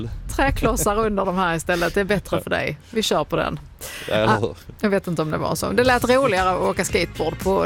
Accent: Viby, Skåne, Sweden; hemma i Viby utanför Kristianstad där jag växte upp.

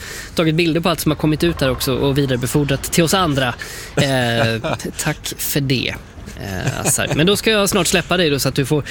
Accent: Småland, Sweden; moved away as an adult; now in Skåne, Sweden; Som om man säger det med slang där jag kommer ifrån, från Småland. Då säger man potäter.

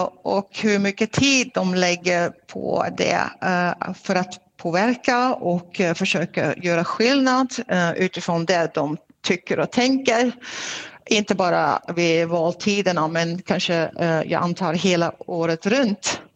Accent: Ireland; Swedish is a second language; now in Strömsund, Sweden; eftersom jag är inte svensk, jag flyttade hit från Irländerna för 10 år sedan.

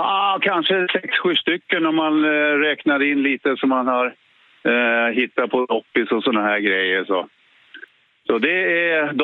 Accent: Stockholm, Stockholm County, Sweden; moved away as an adult; now in Svinö, Hedemora, Sweden; Nej, alltså jag är från Stockholm, men den här gården jag bor på, här har jag varit sedan min mamma är född här.

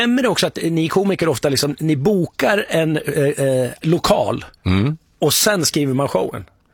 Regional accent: Gävle, Gävleborg County, Sweden; där jag kommer från, Gävle

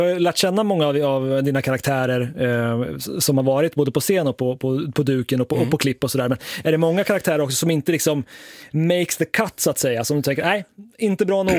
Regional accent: Linköping, Östergötland, Sweden; moved away; Jag är från Linköping från början.

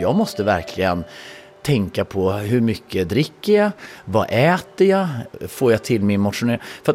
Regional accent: Karlshamn, Blekinge, Sweden; en liten bondgård utanför Karlshamn i Blekinge. Alltså, ett sånt där Astrid Lindgren-värld. Alltså jag växte upp som Emil i Lönneberga kan man säga.

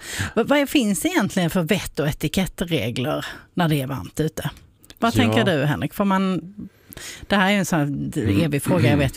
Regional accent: Båstad, Skåne, Sweden; jag är ju från Båstad

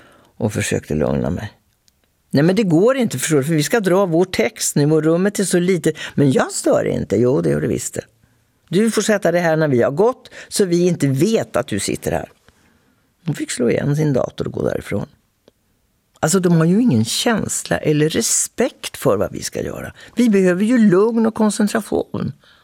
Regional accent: Linköping, Östergötland, Sweden; now in Stockholm, Sweden; Och så är vi båda från Bomvirsan. Vi är lantisar alltså. Jag är från Linköping, han från Grisslehamn. Och har båda begett oss till Stockholm för att överleva.

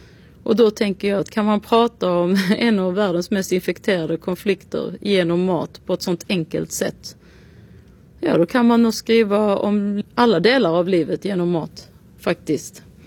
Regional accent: Palestine; jag är ju palestinier

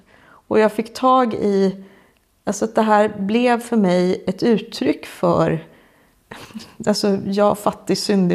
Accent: Sweden

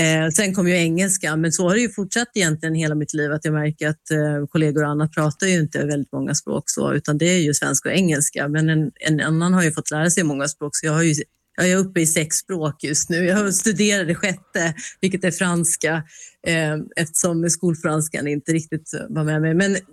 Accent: Sweden; en produkt utav två kulturer, eller till och med tre eller fyra, beroende på hur man räknar lite. Men jag är ju uppvuxen i Sverige och född här, så att det är väldigt närvarande.

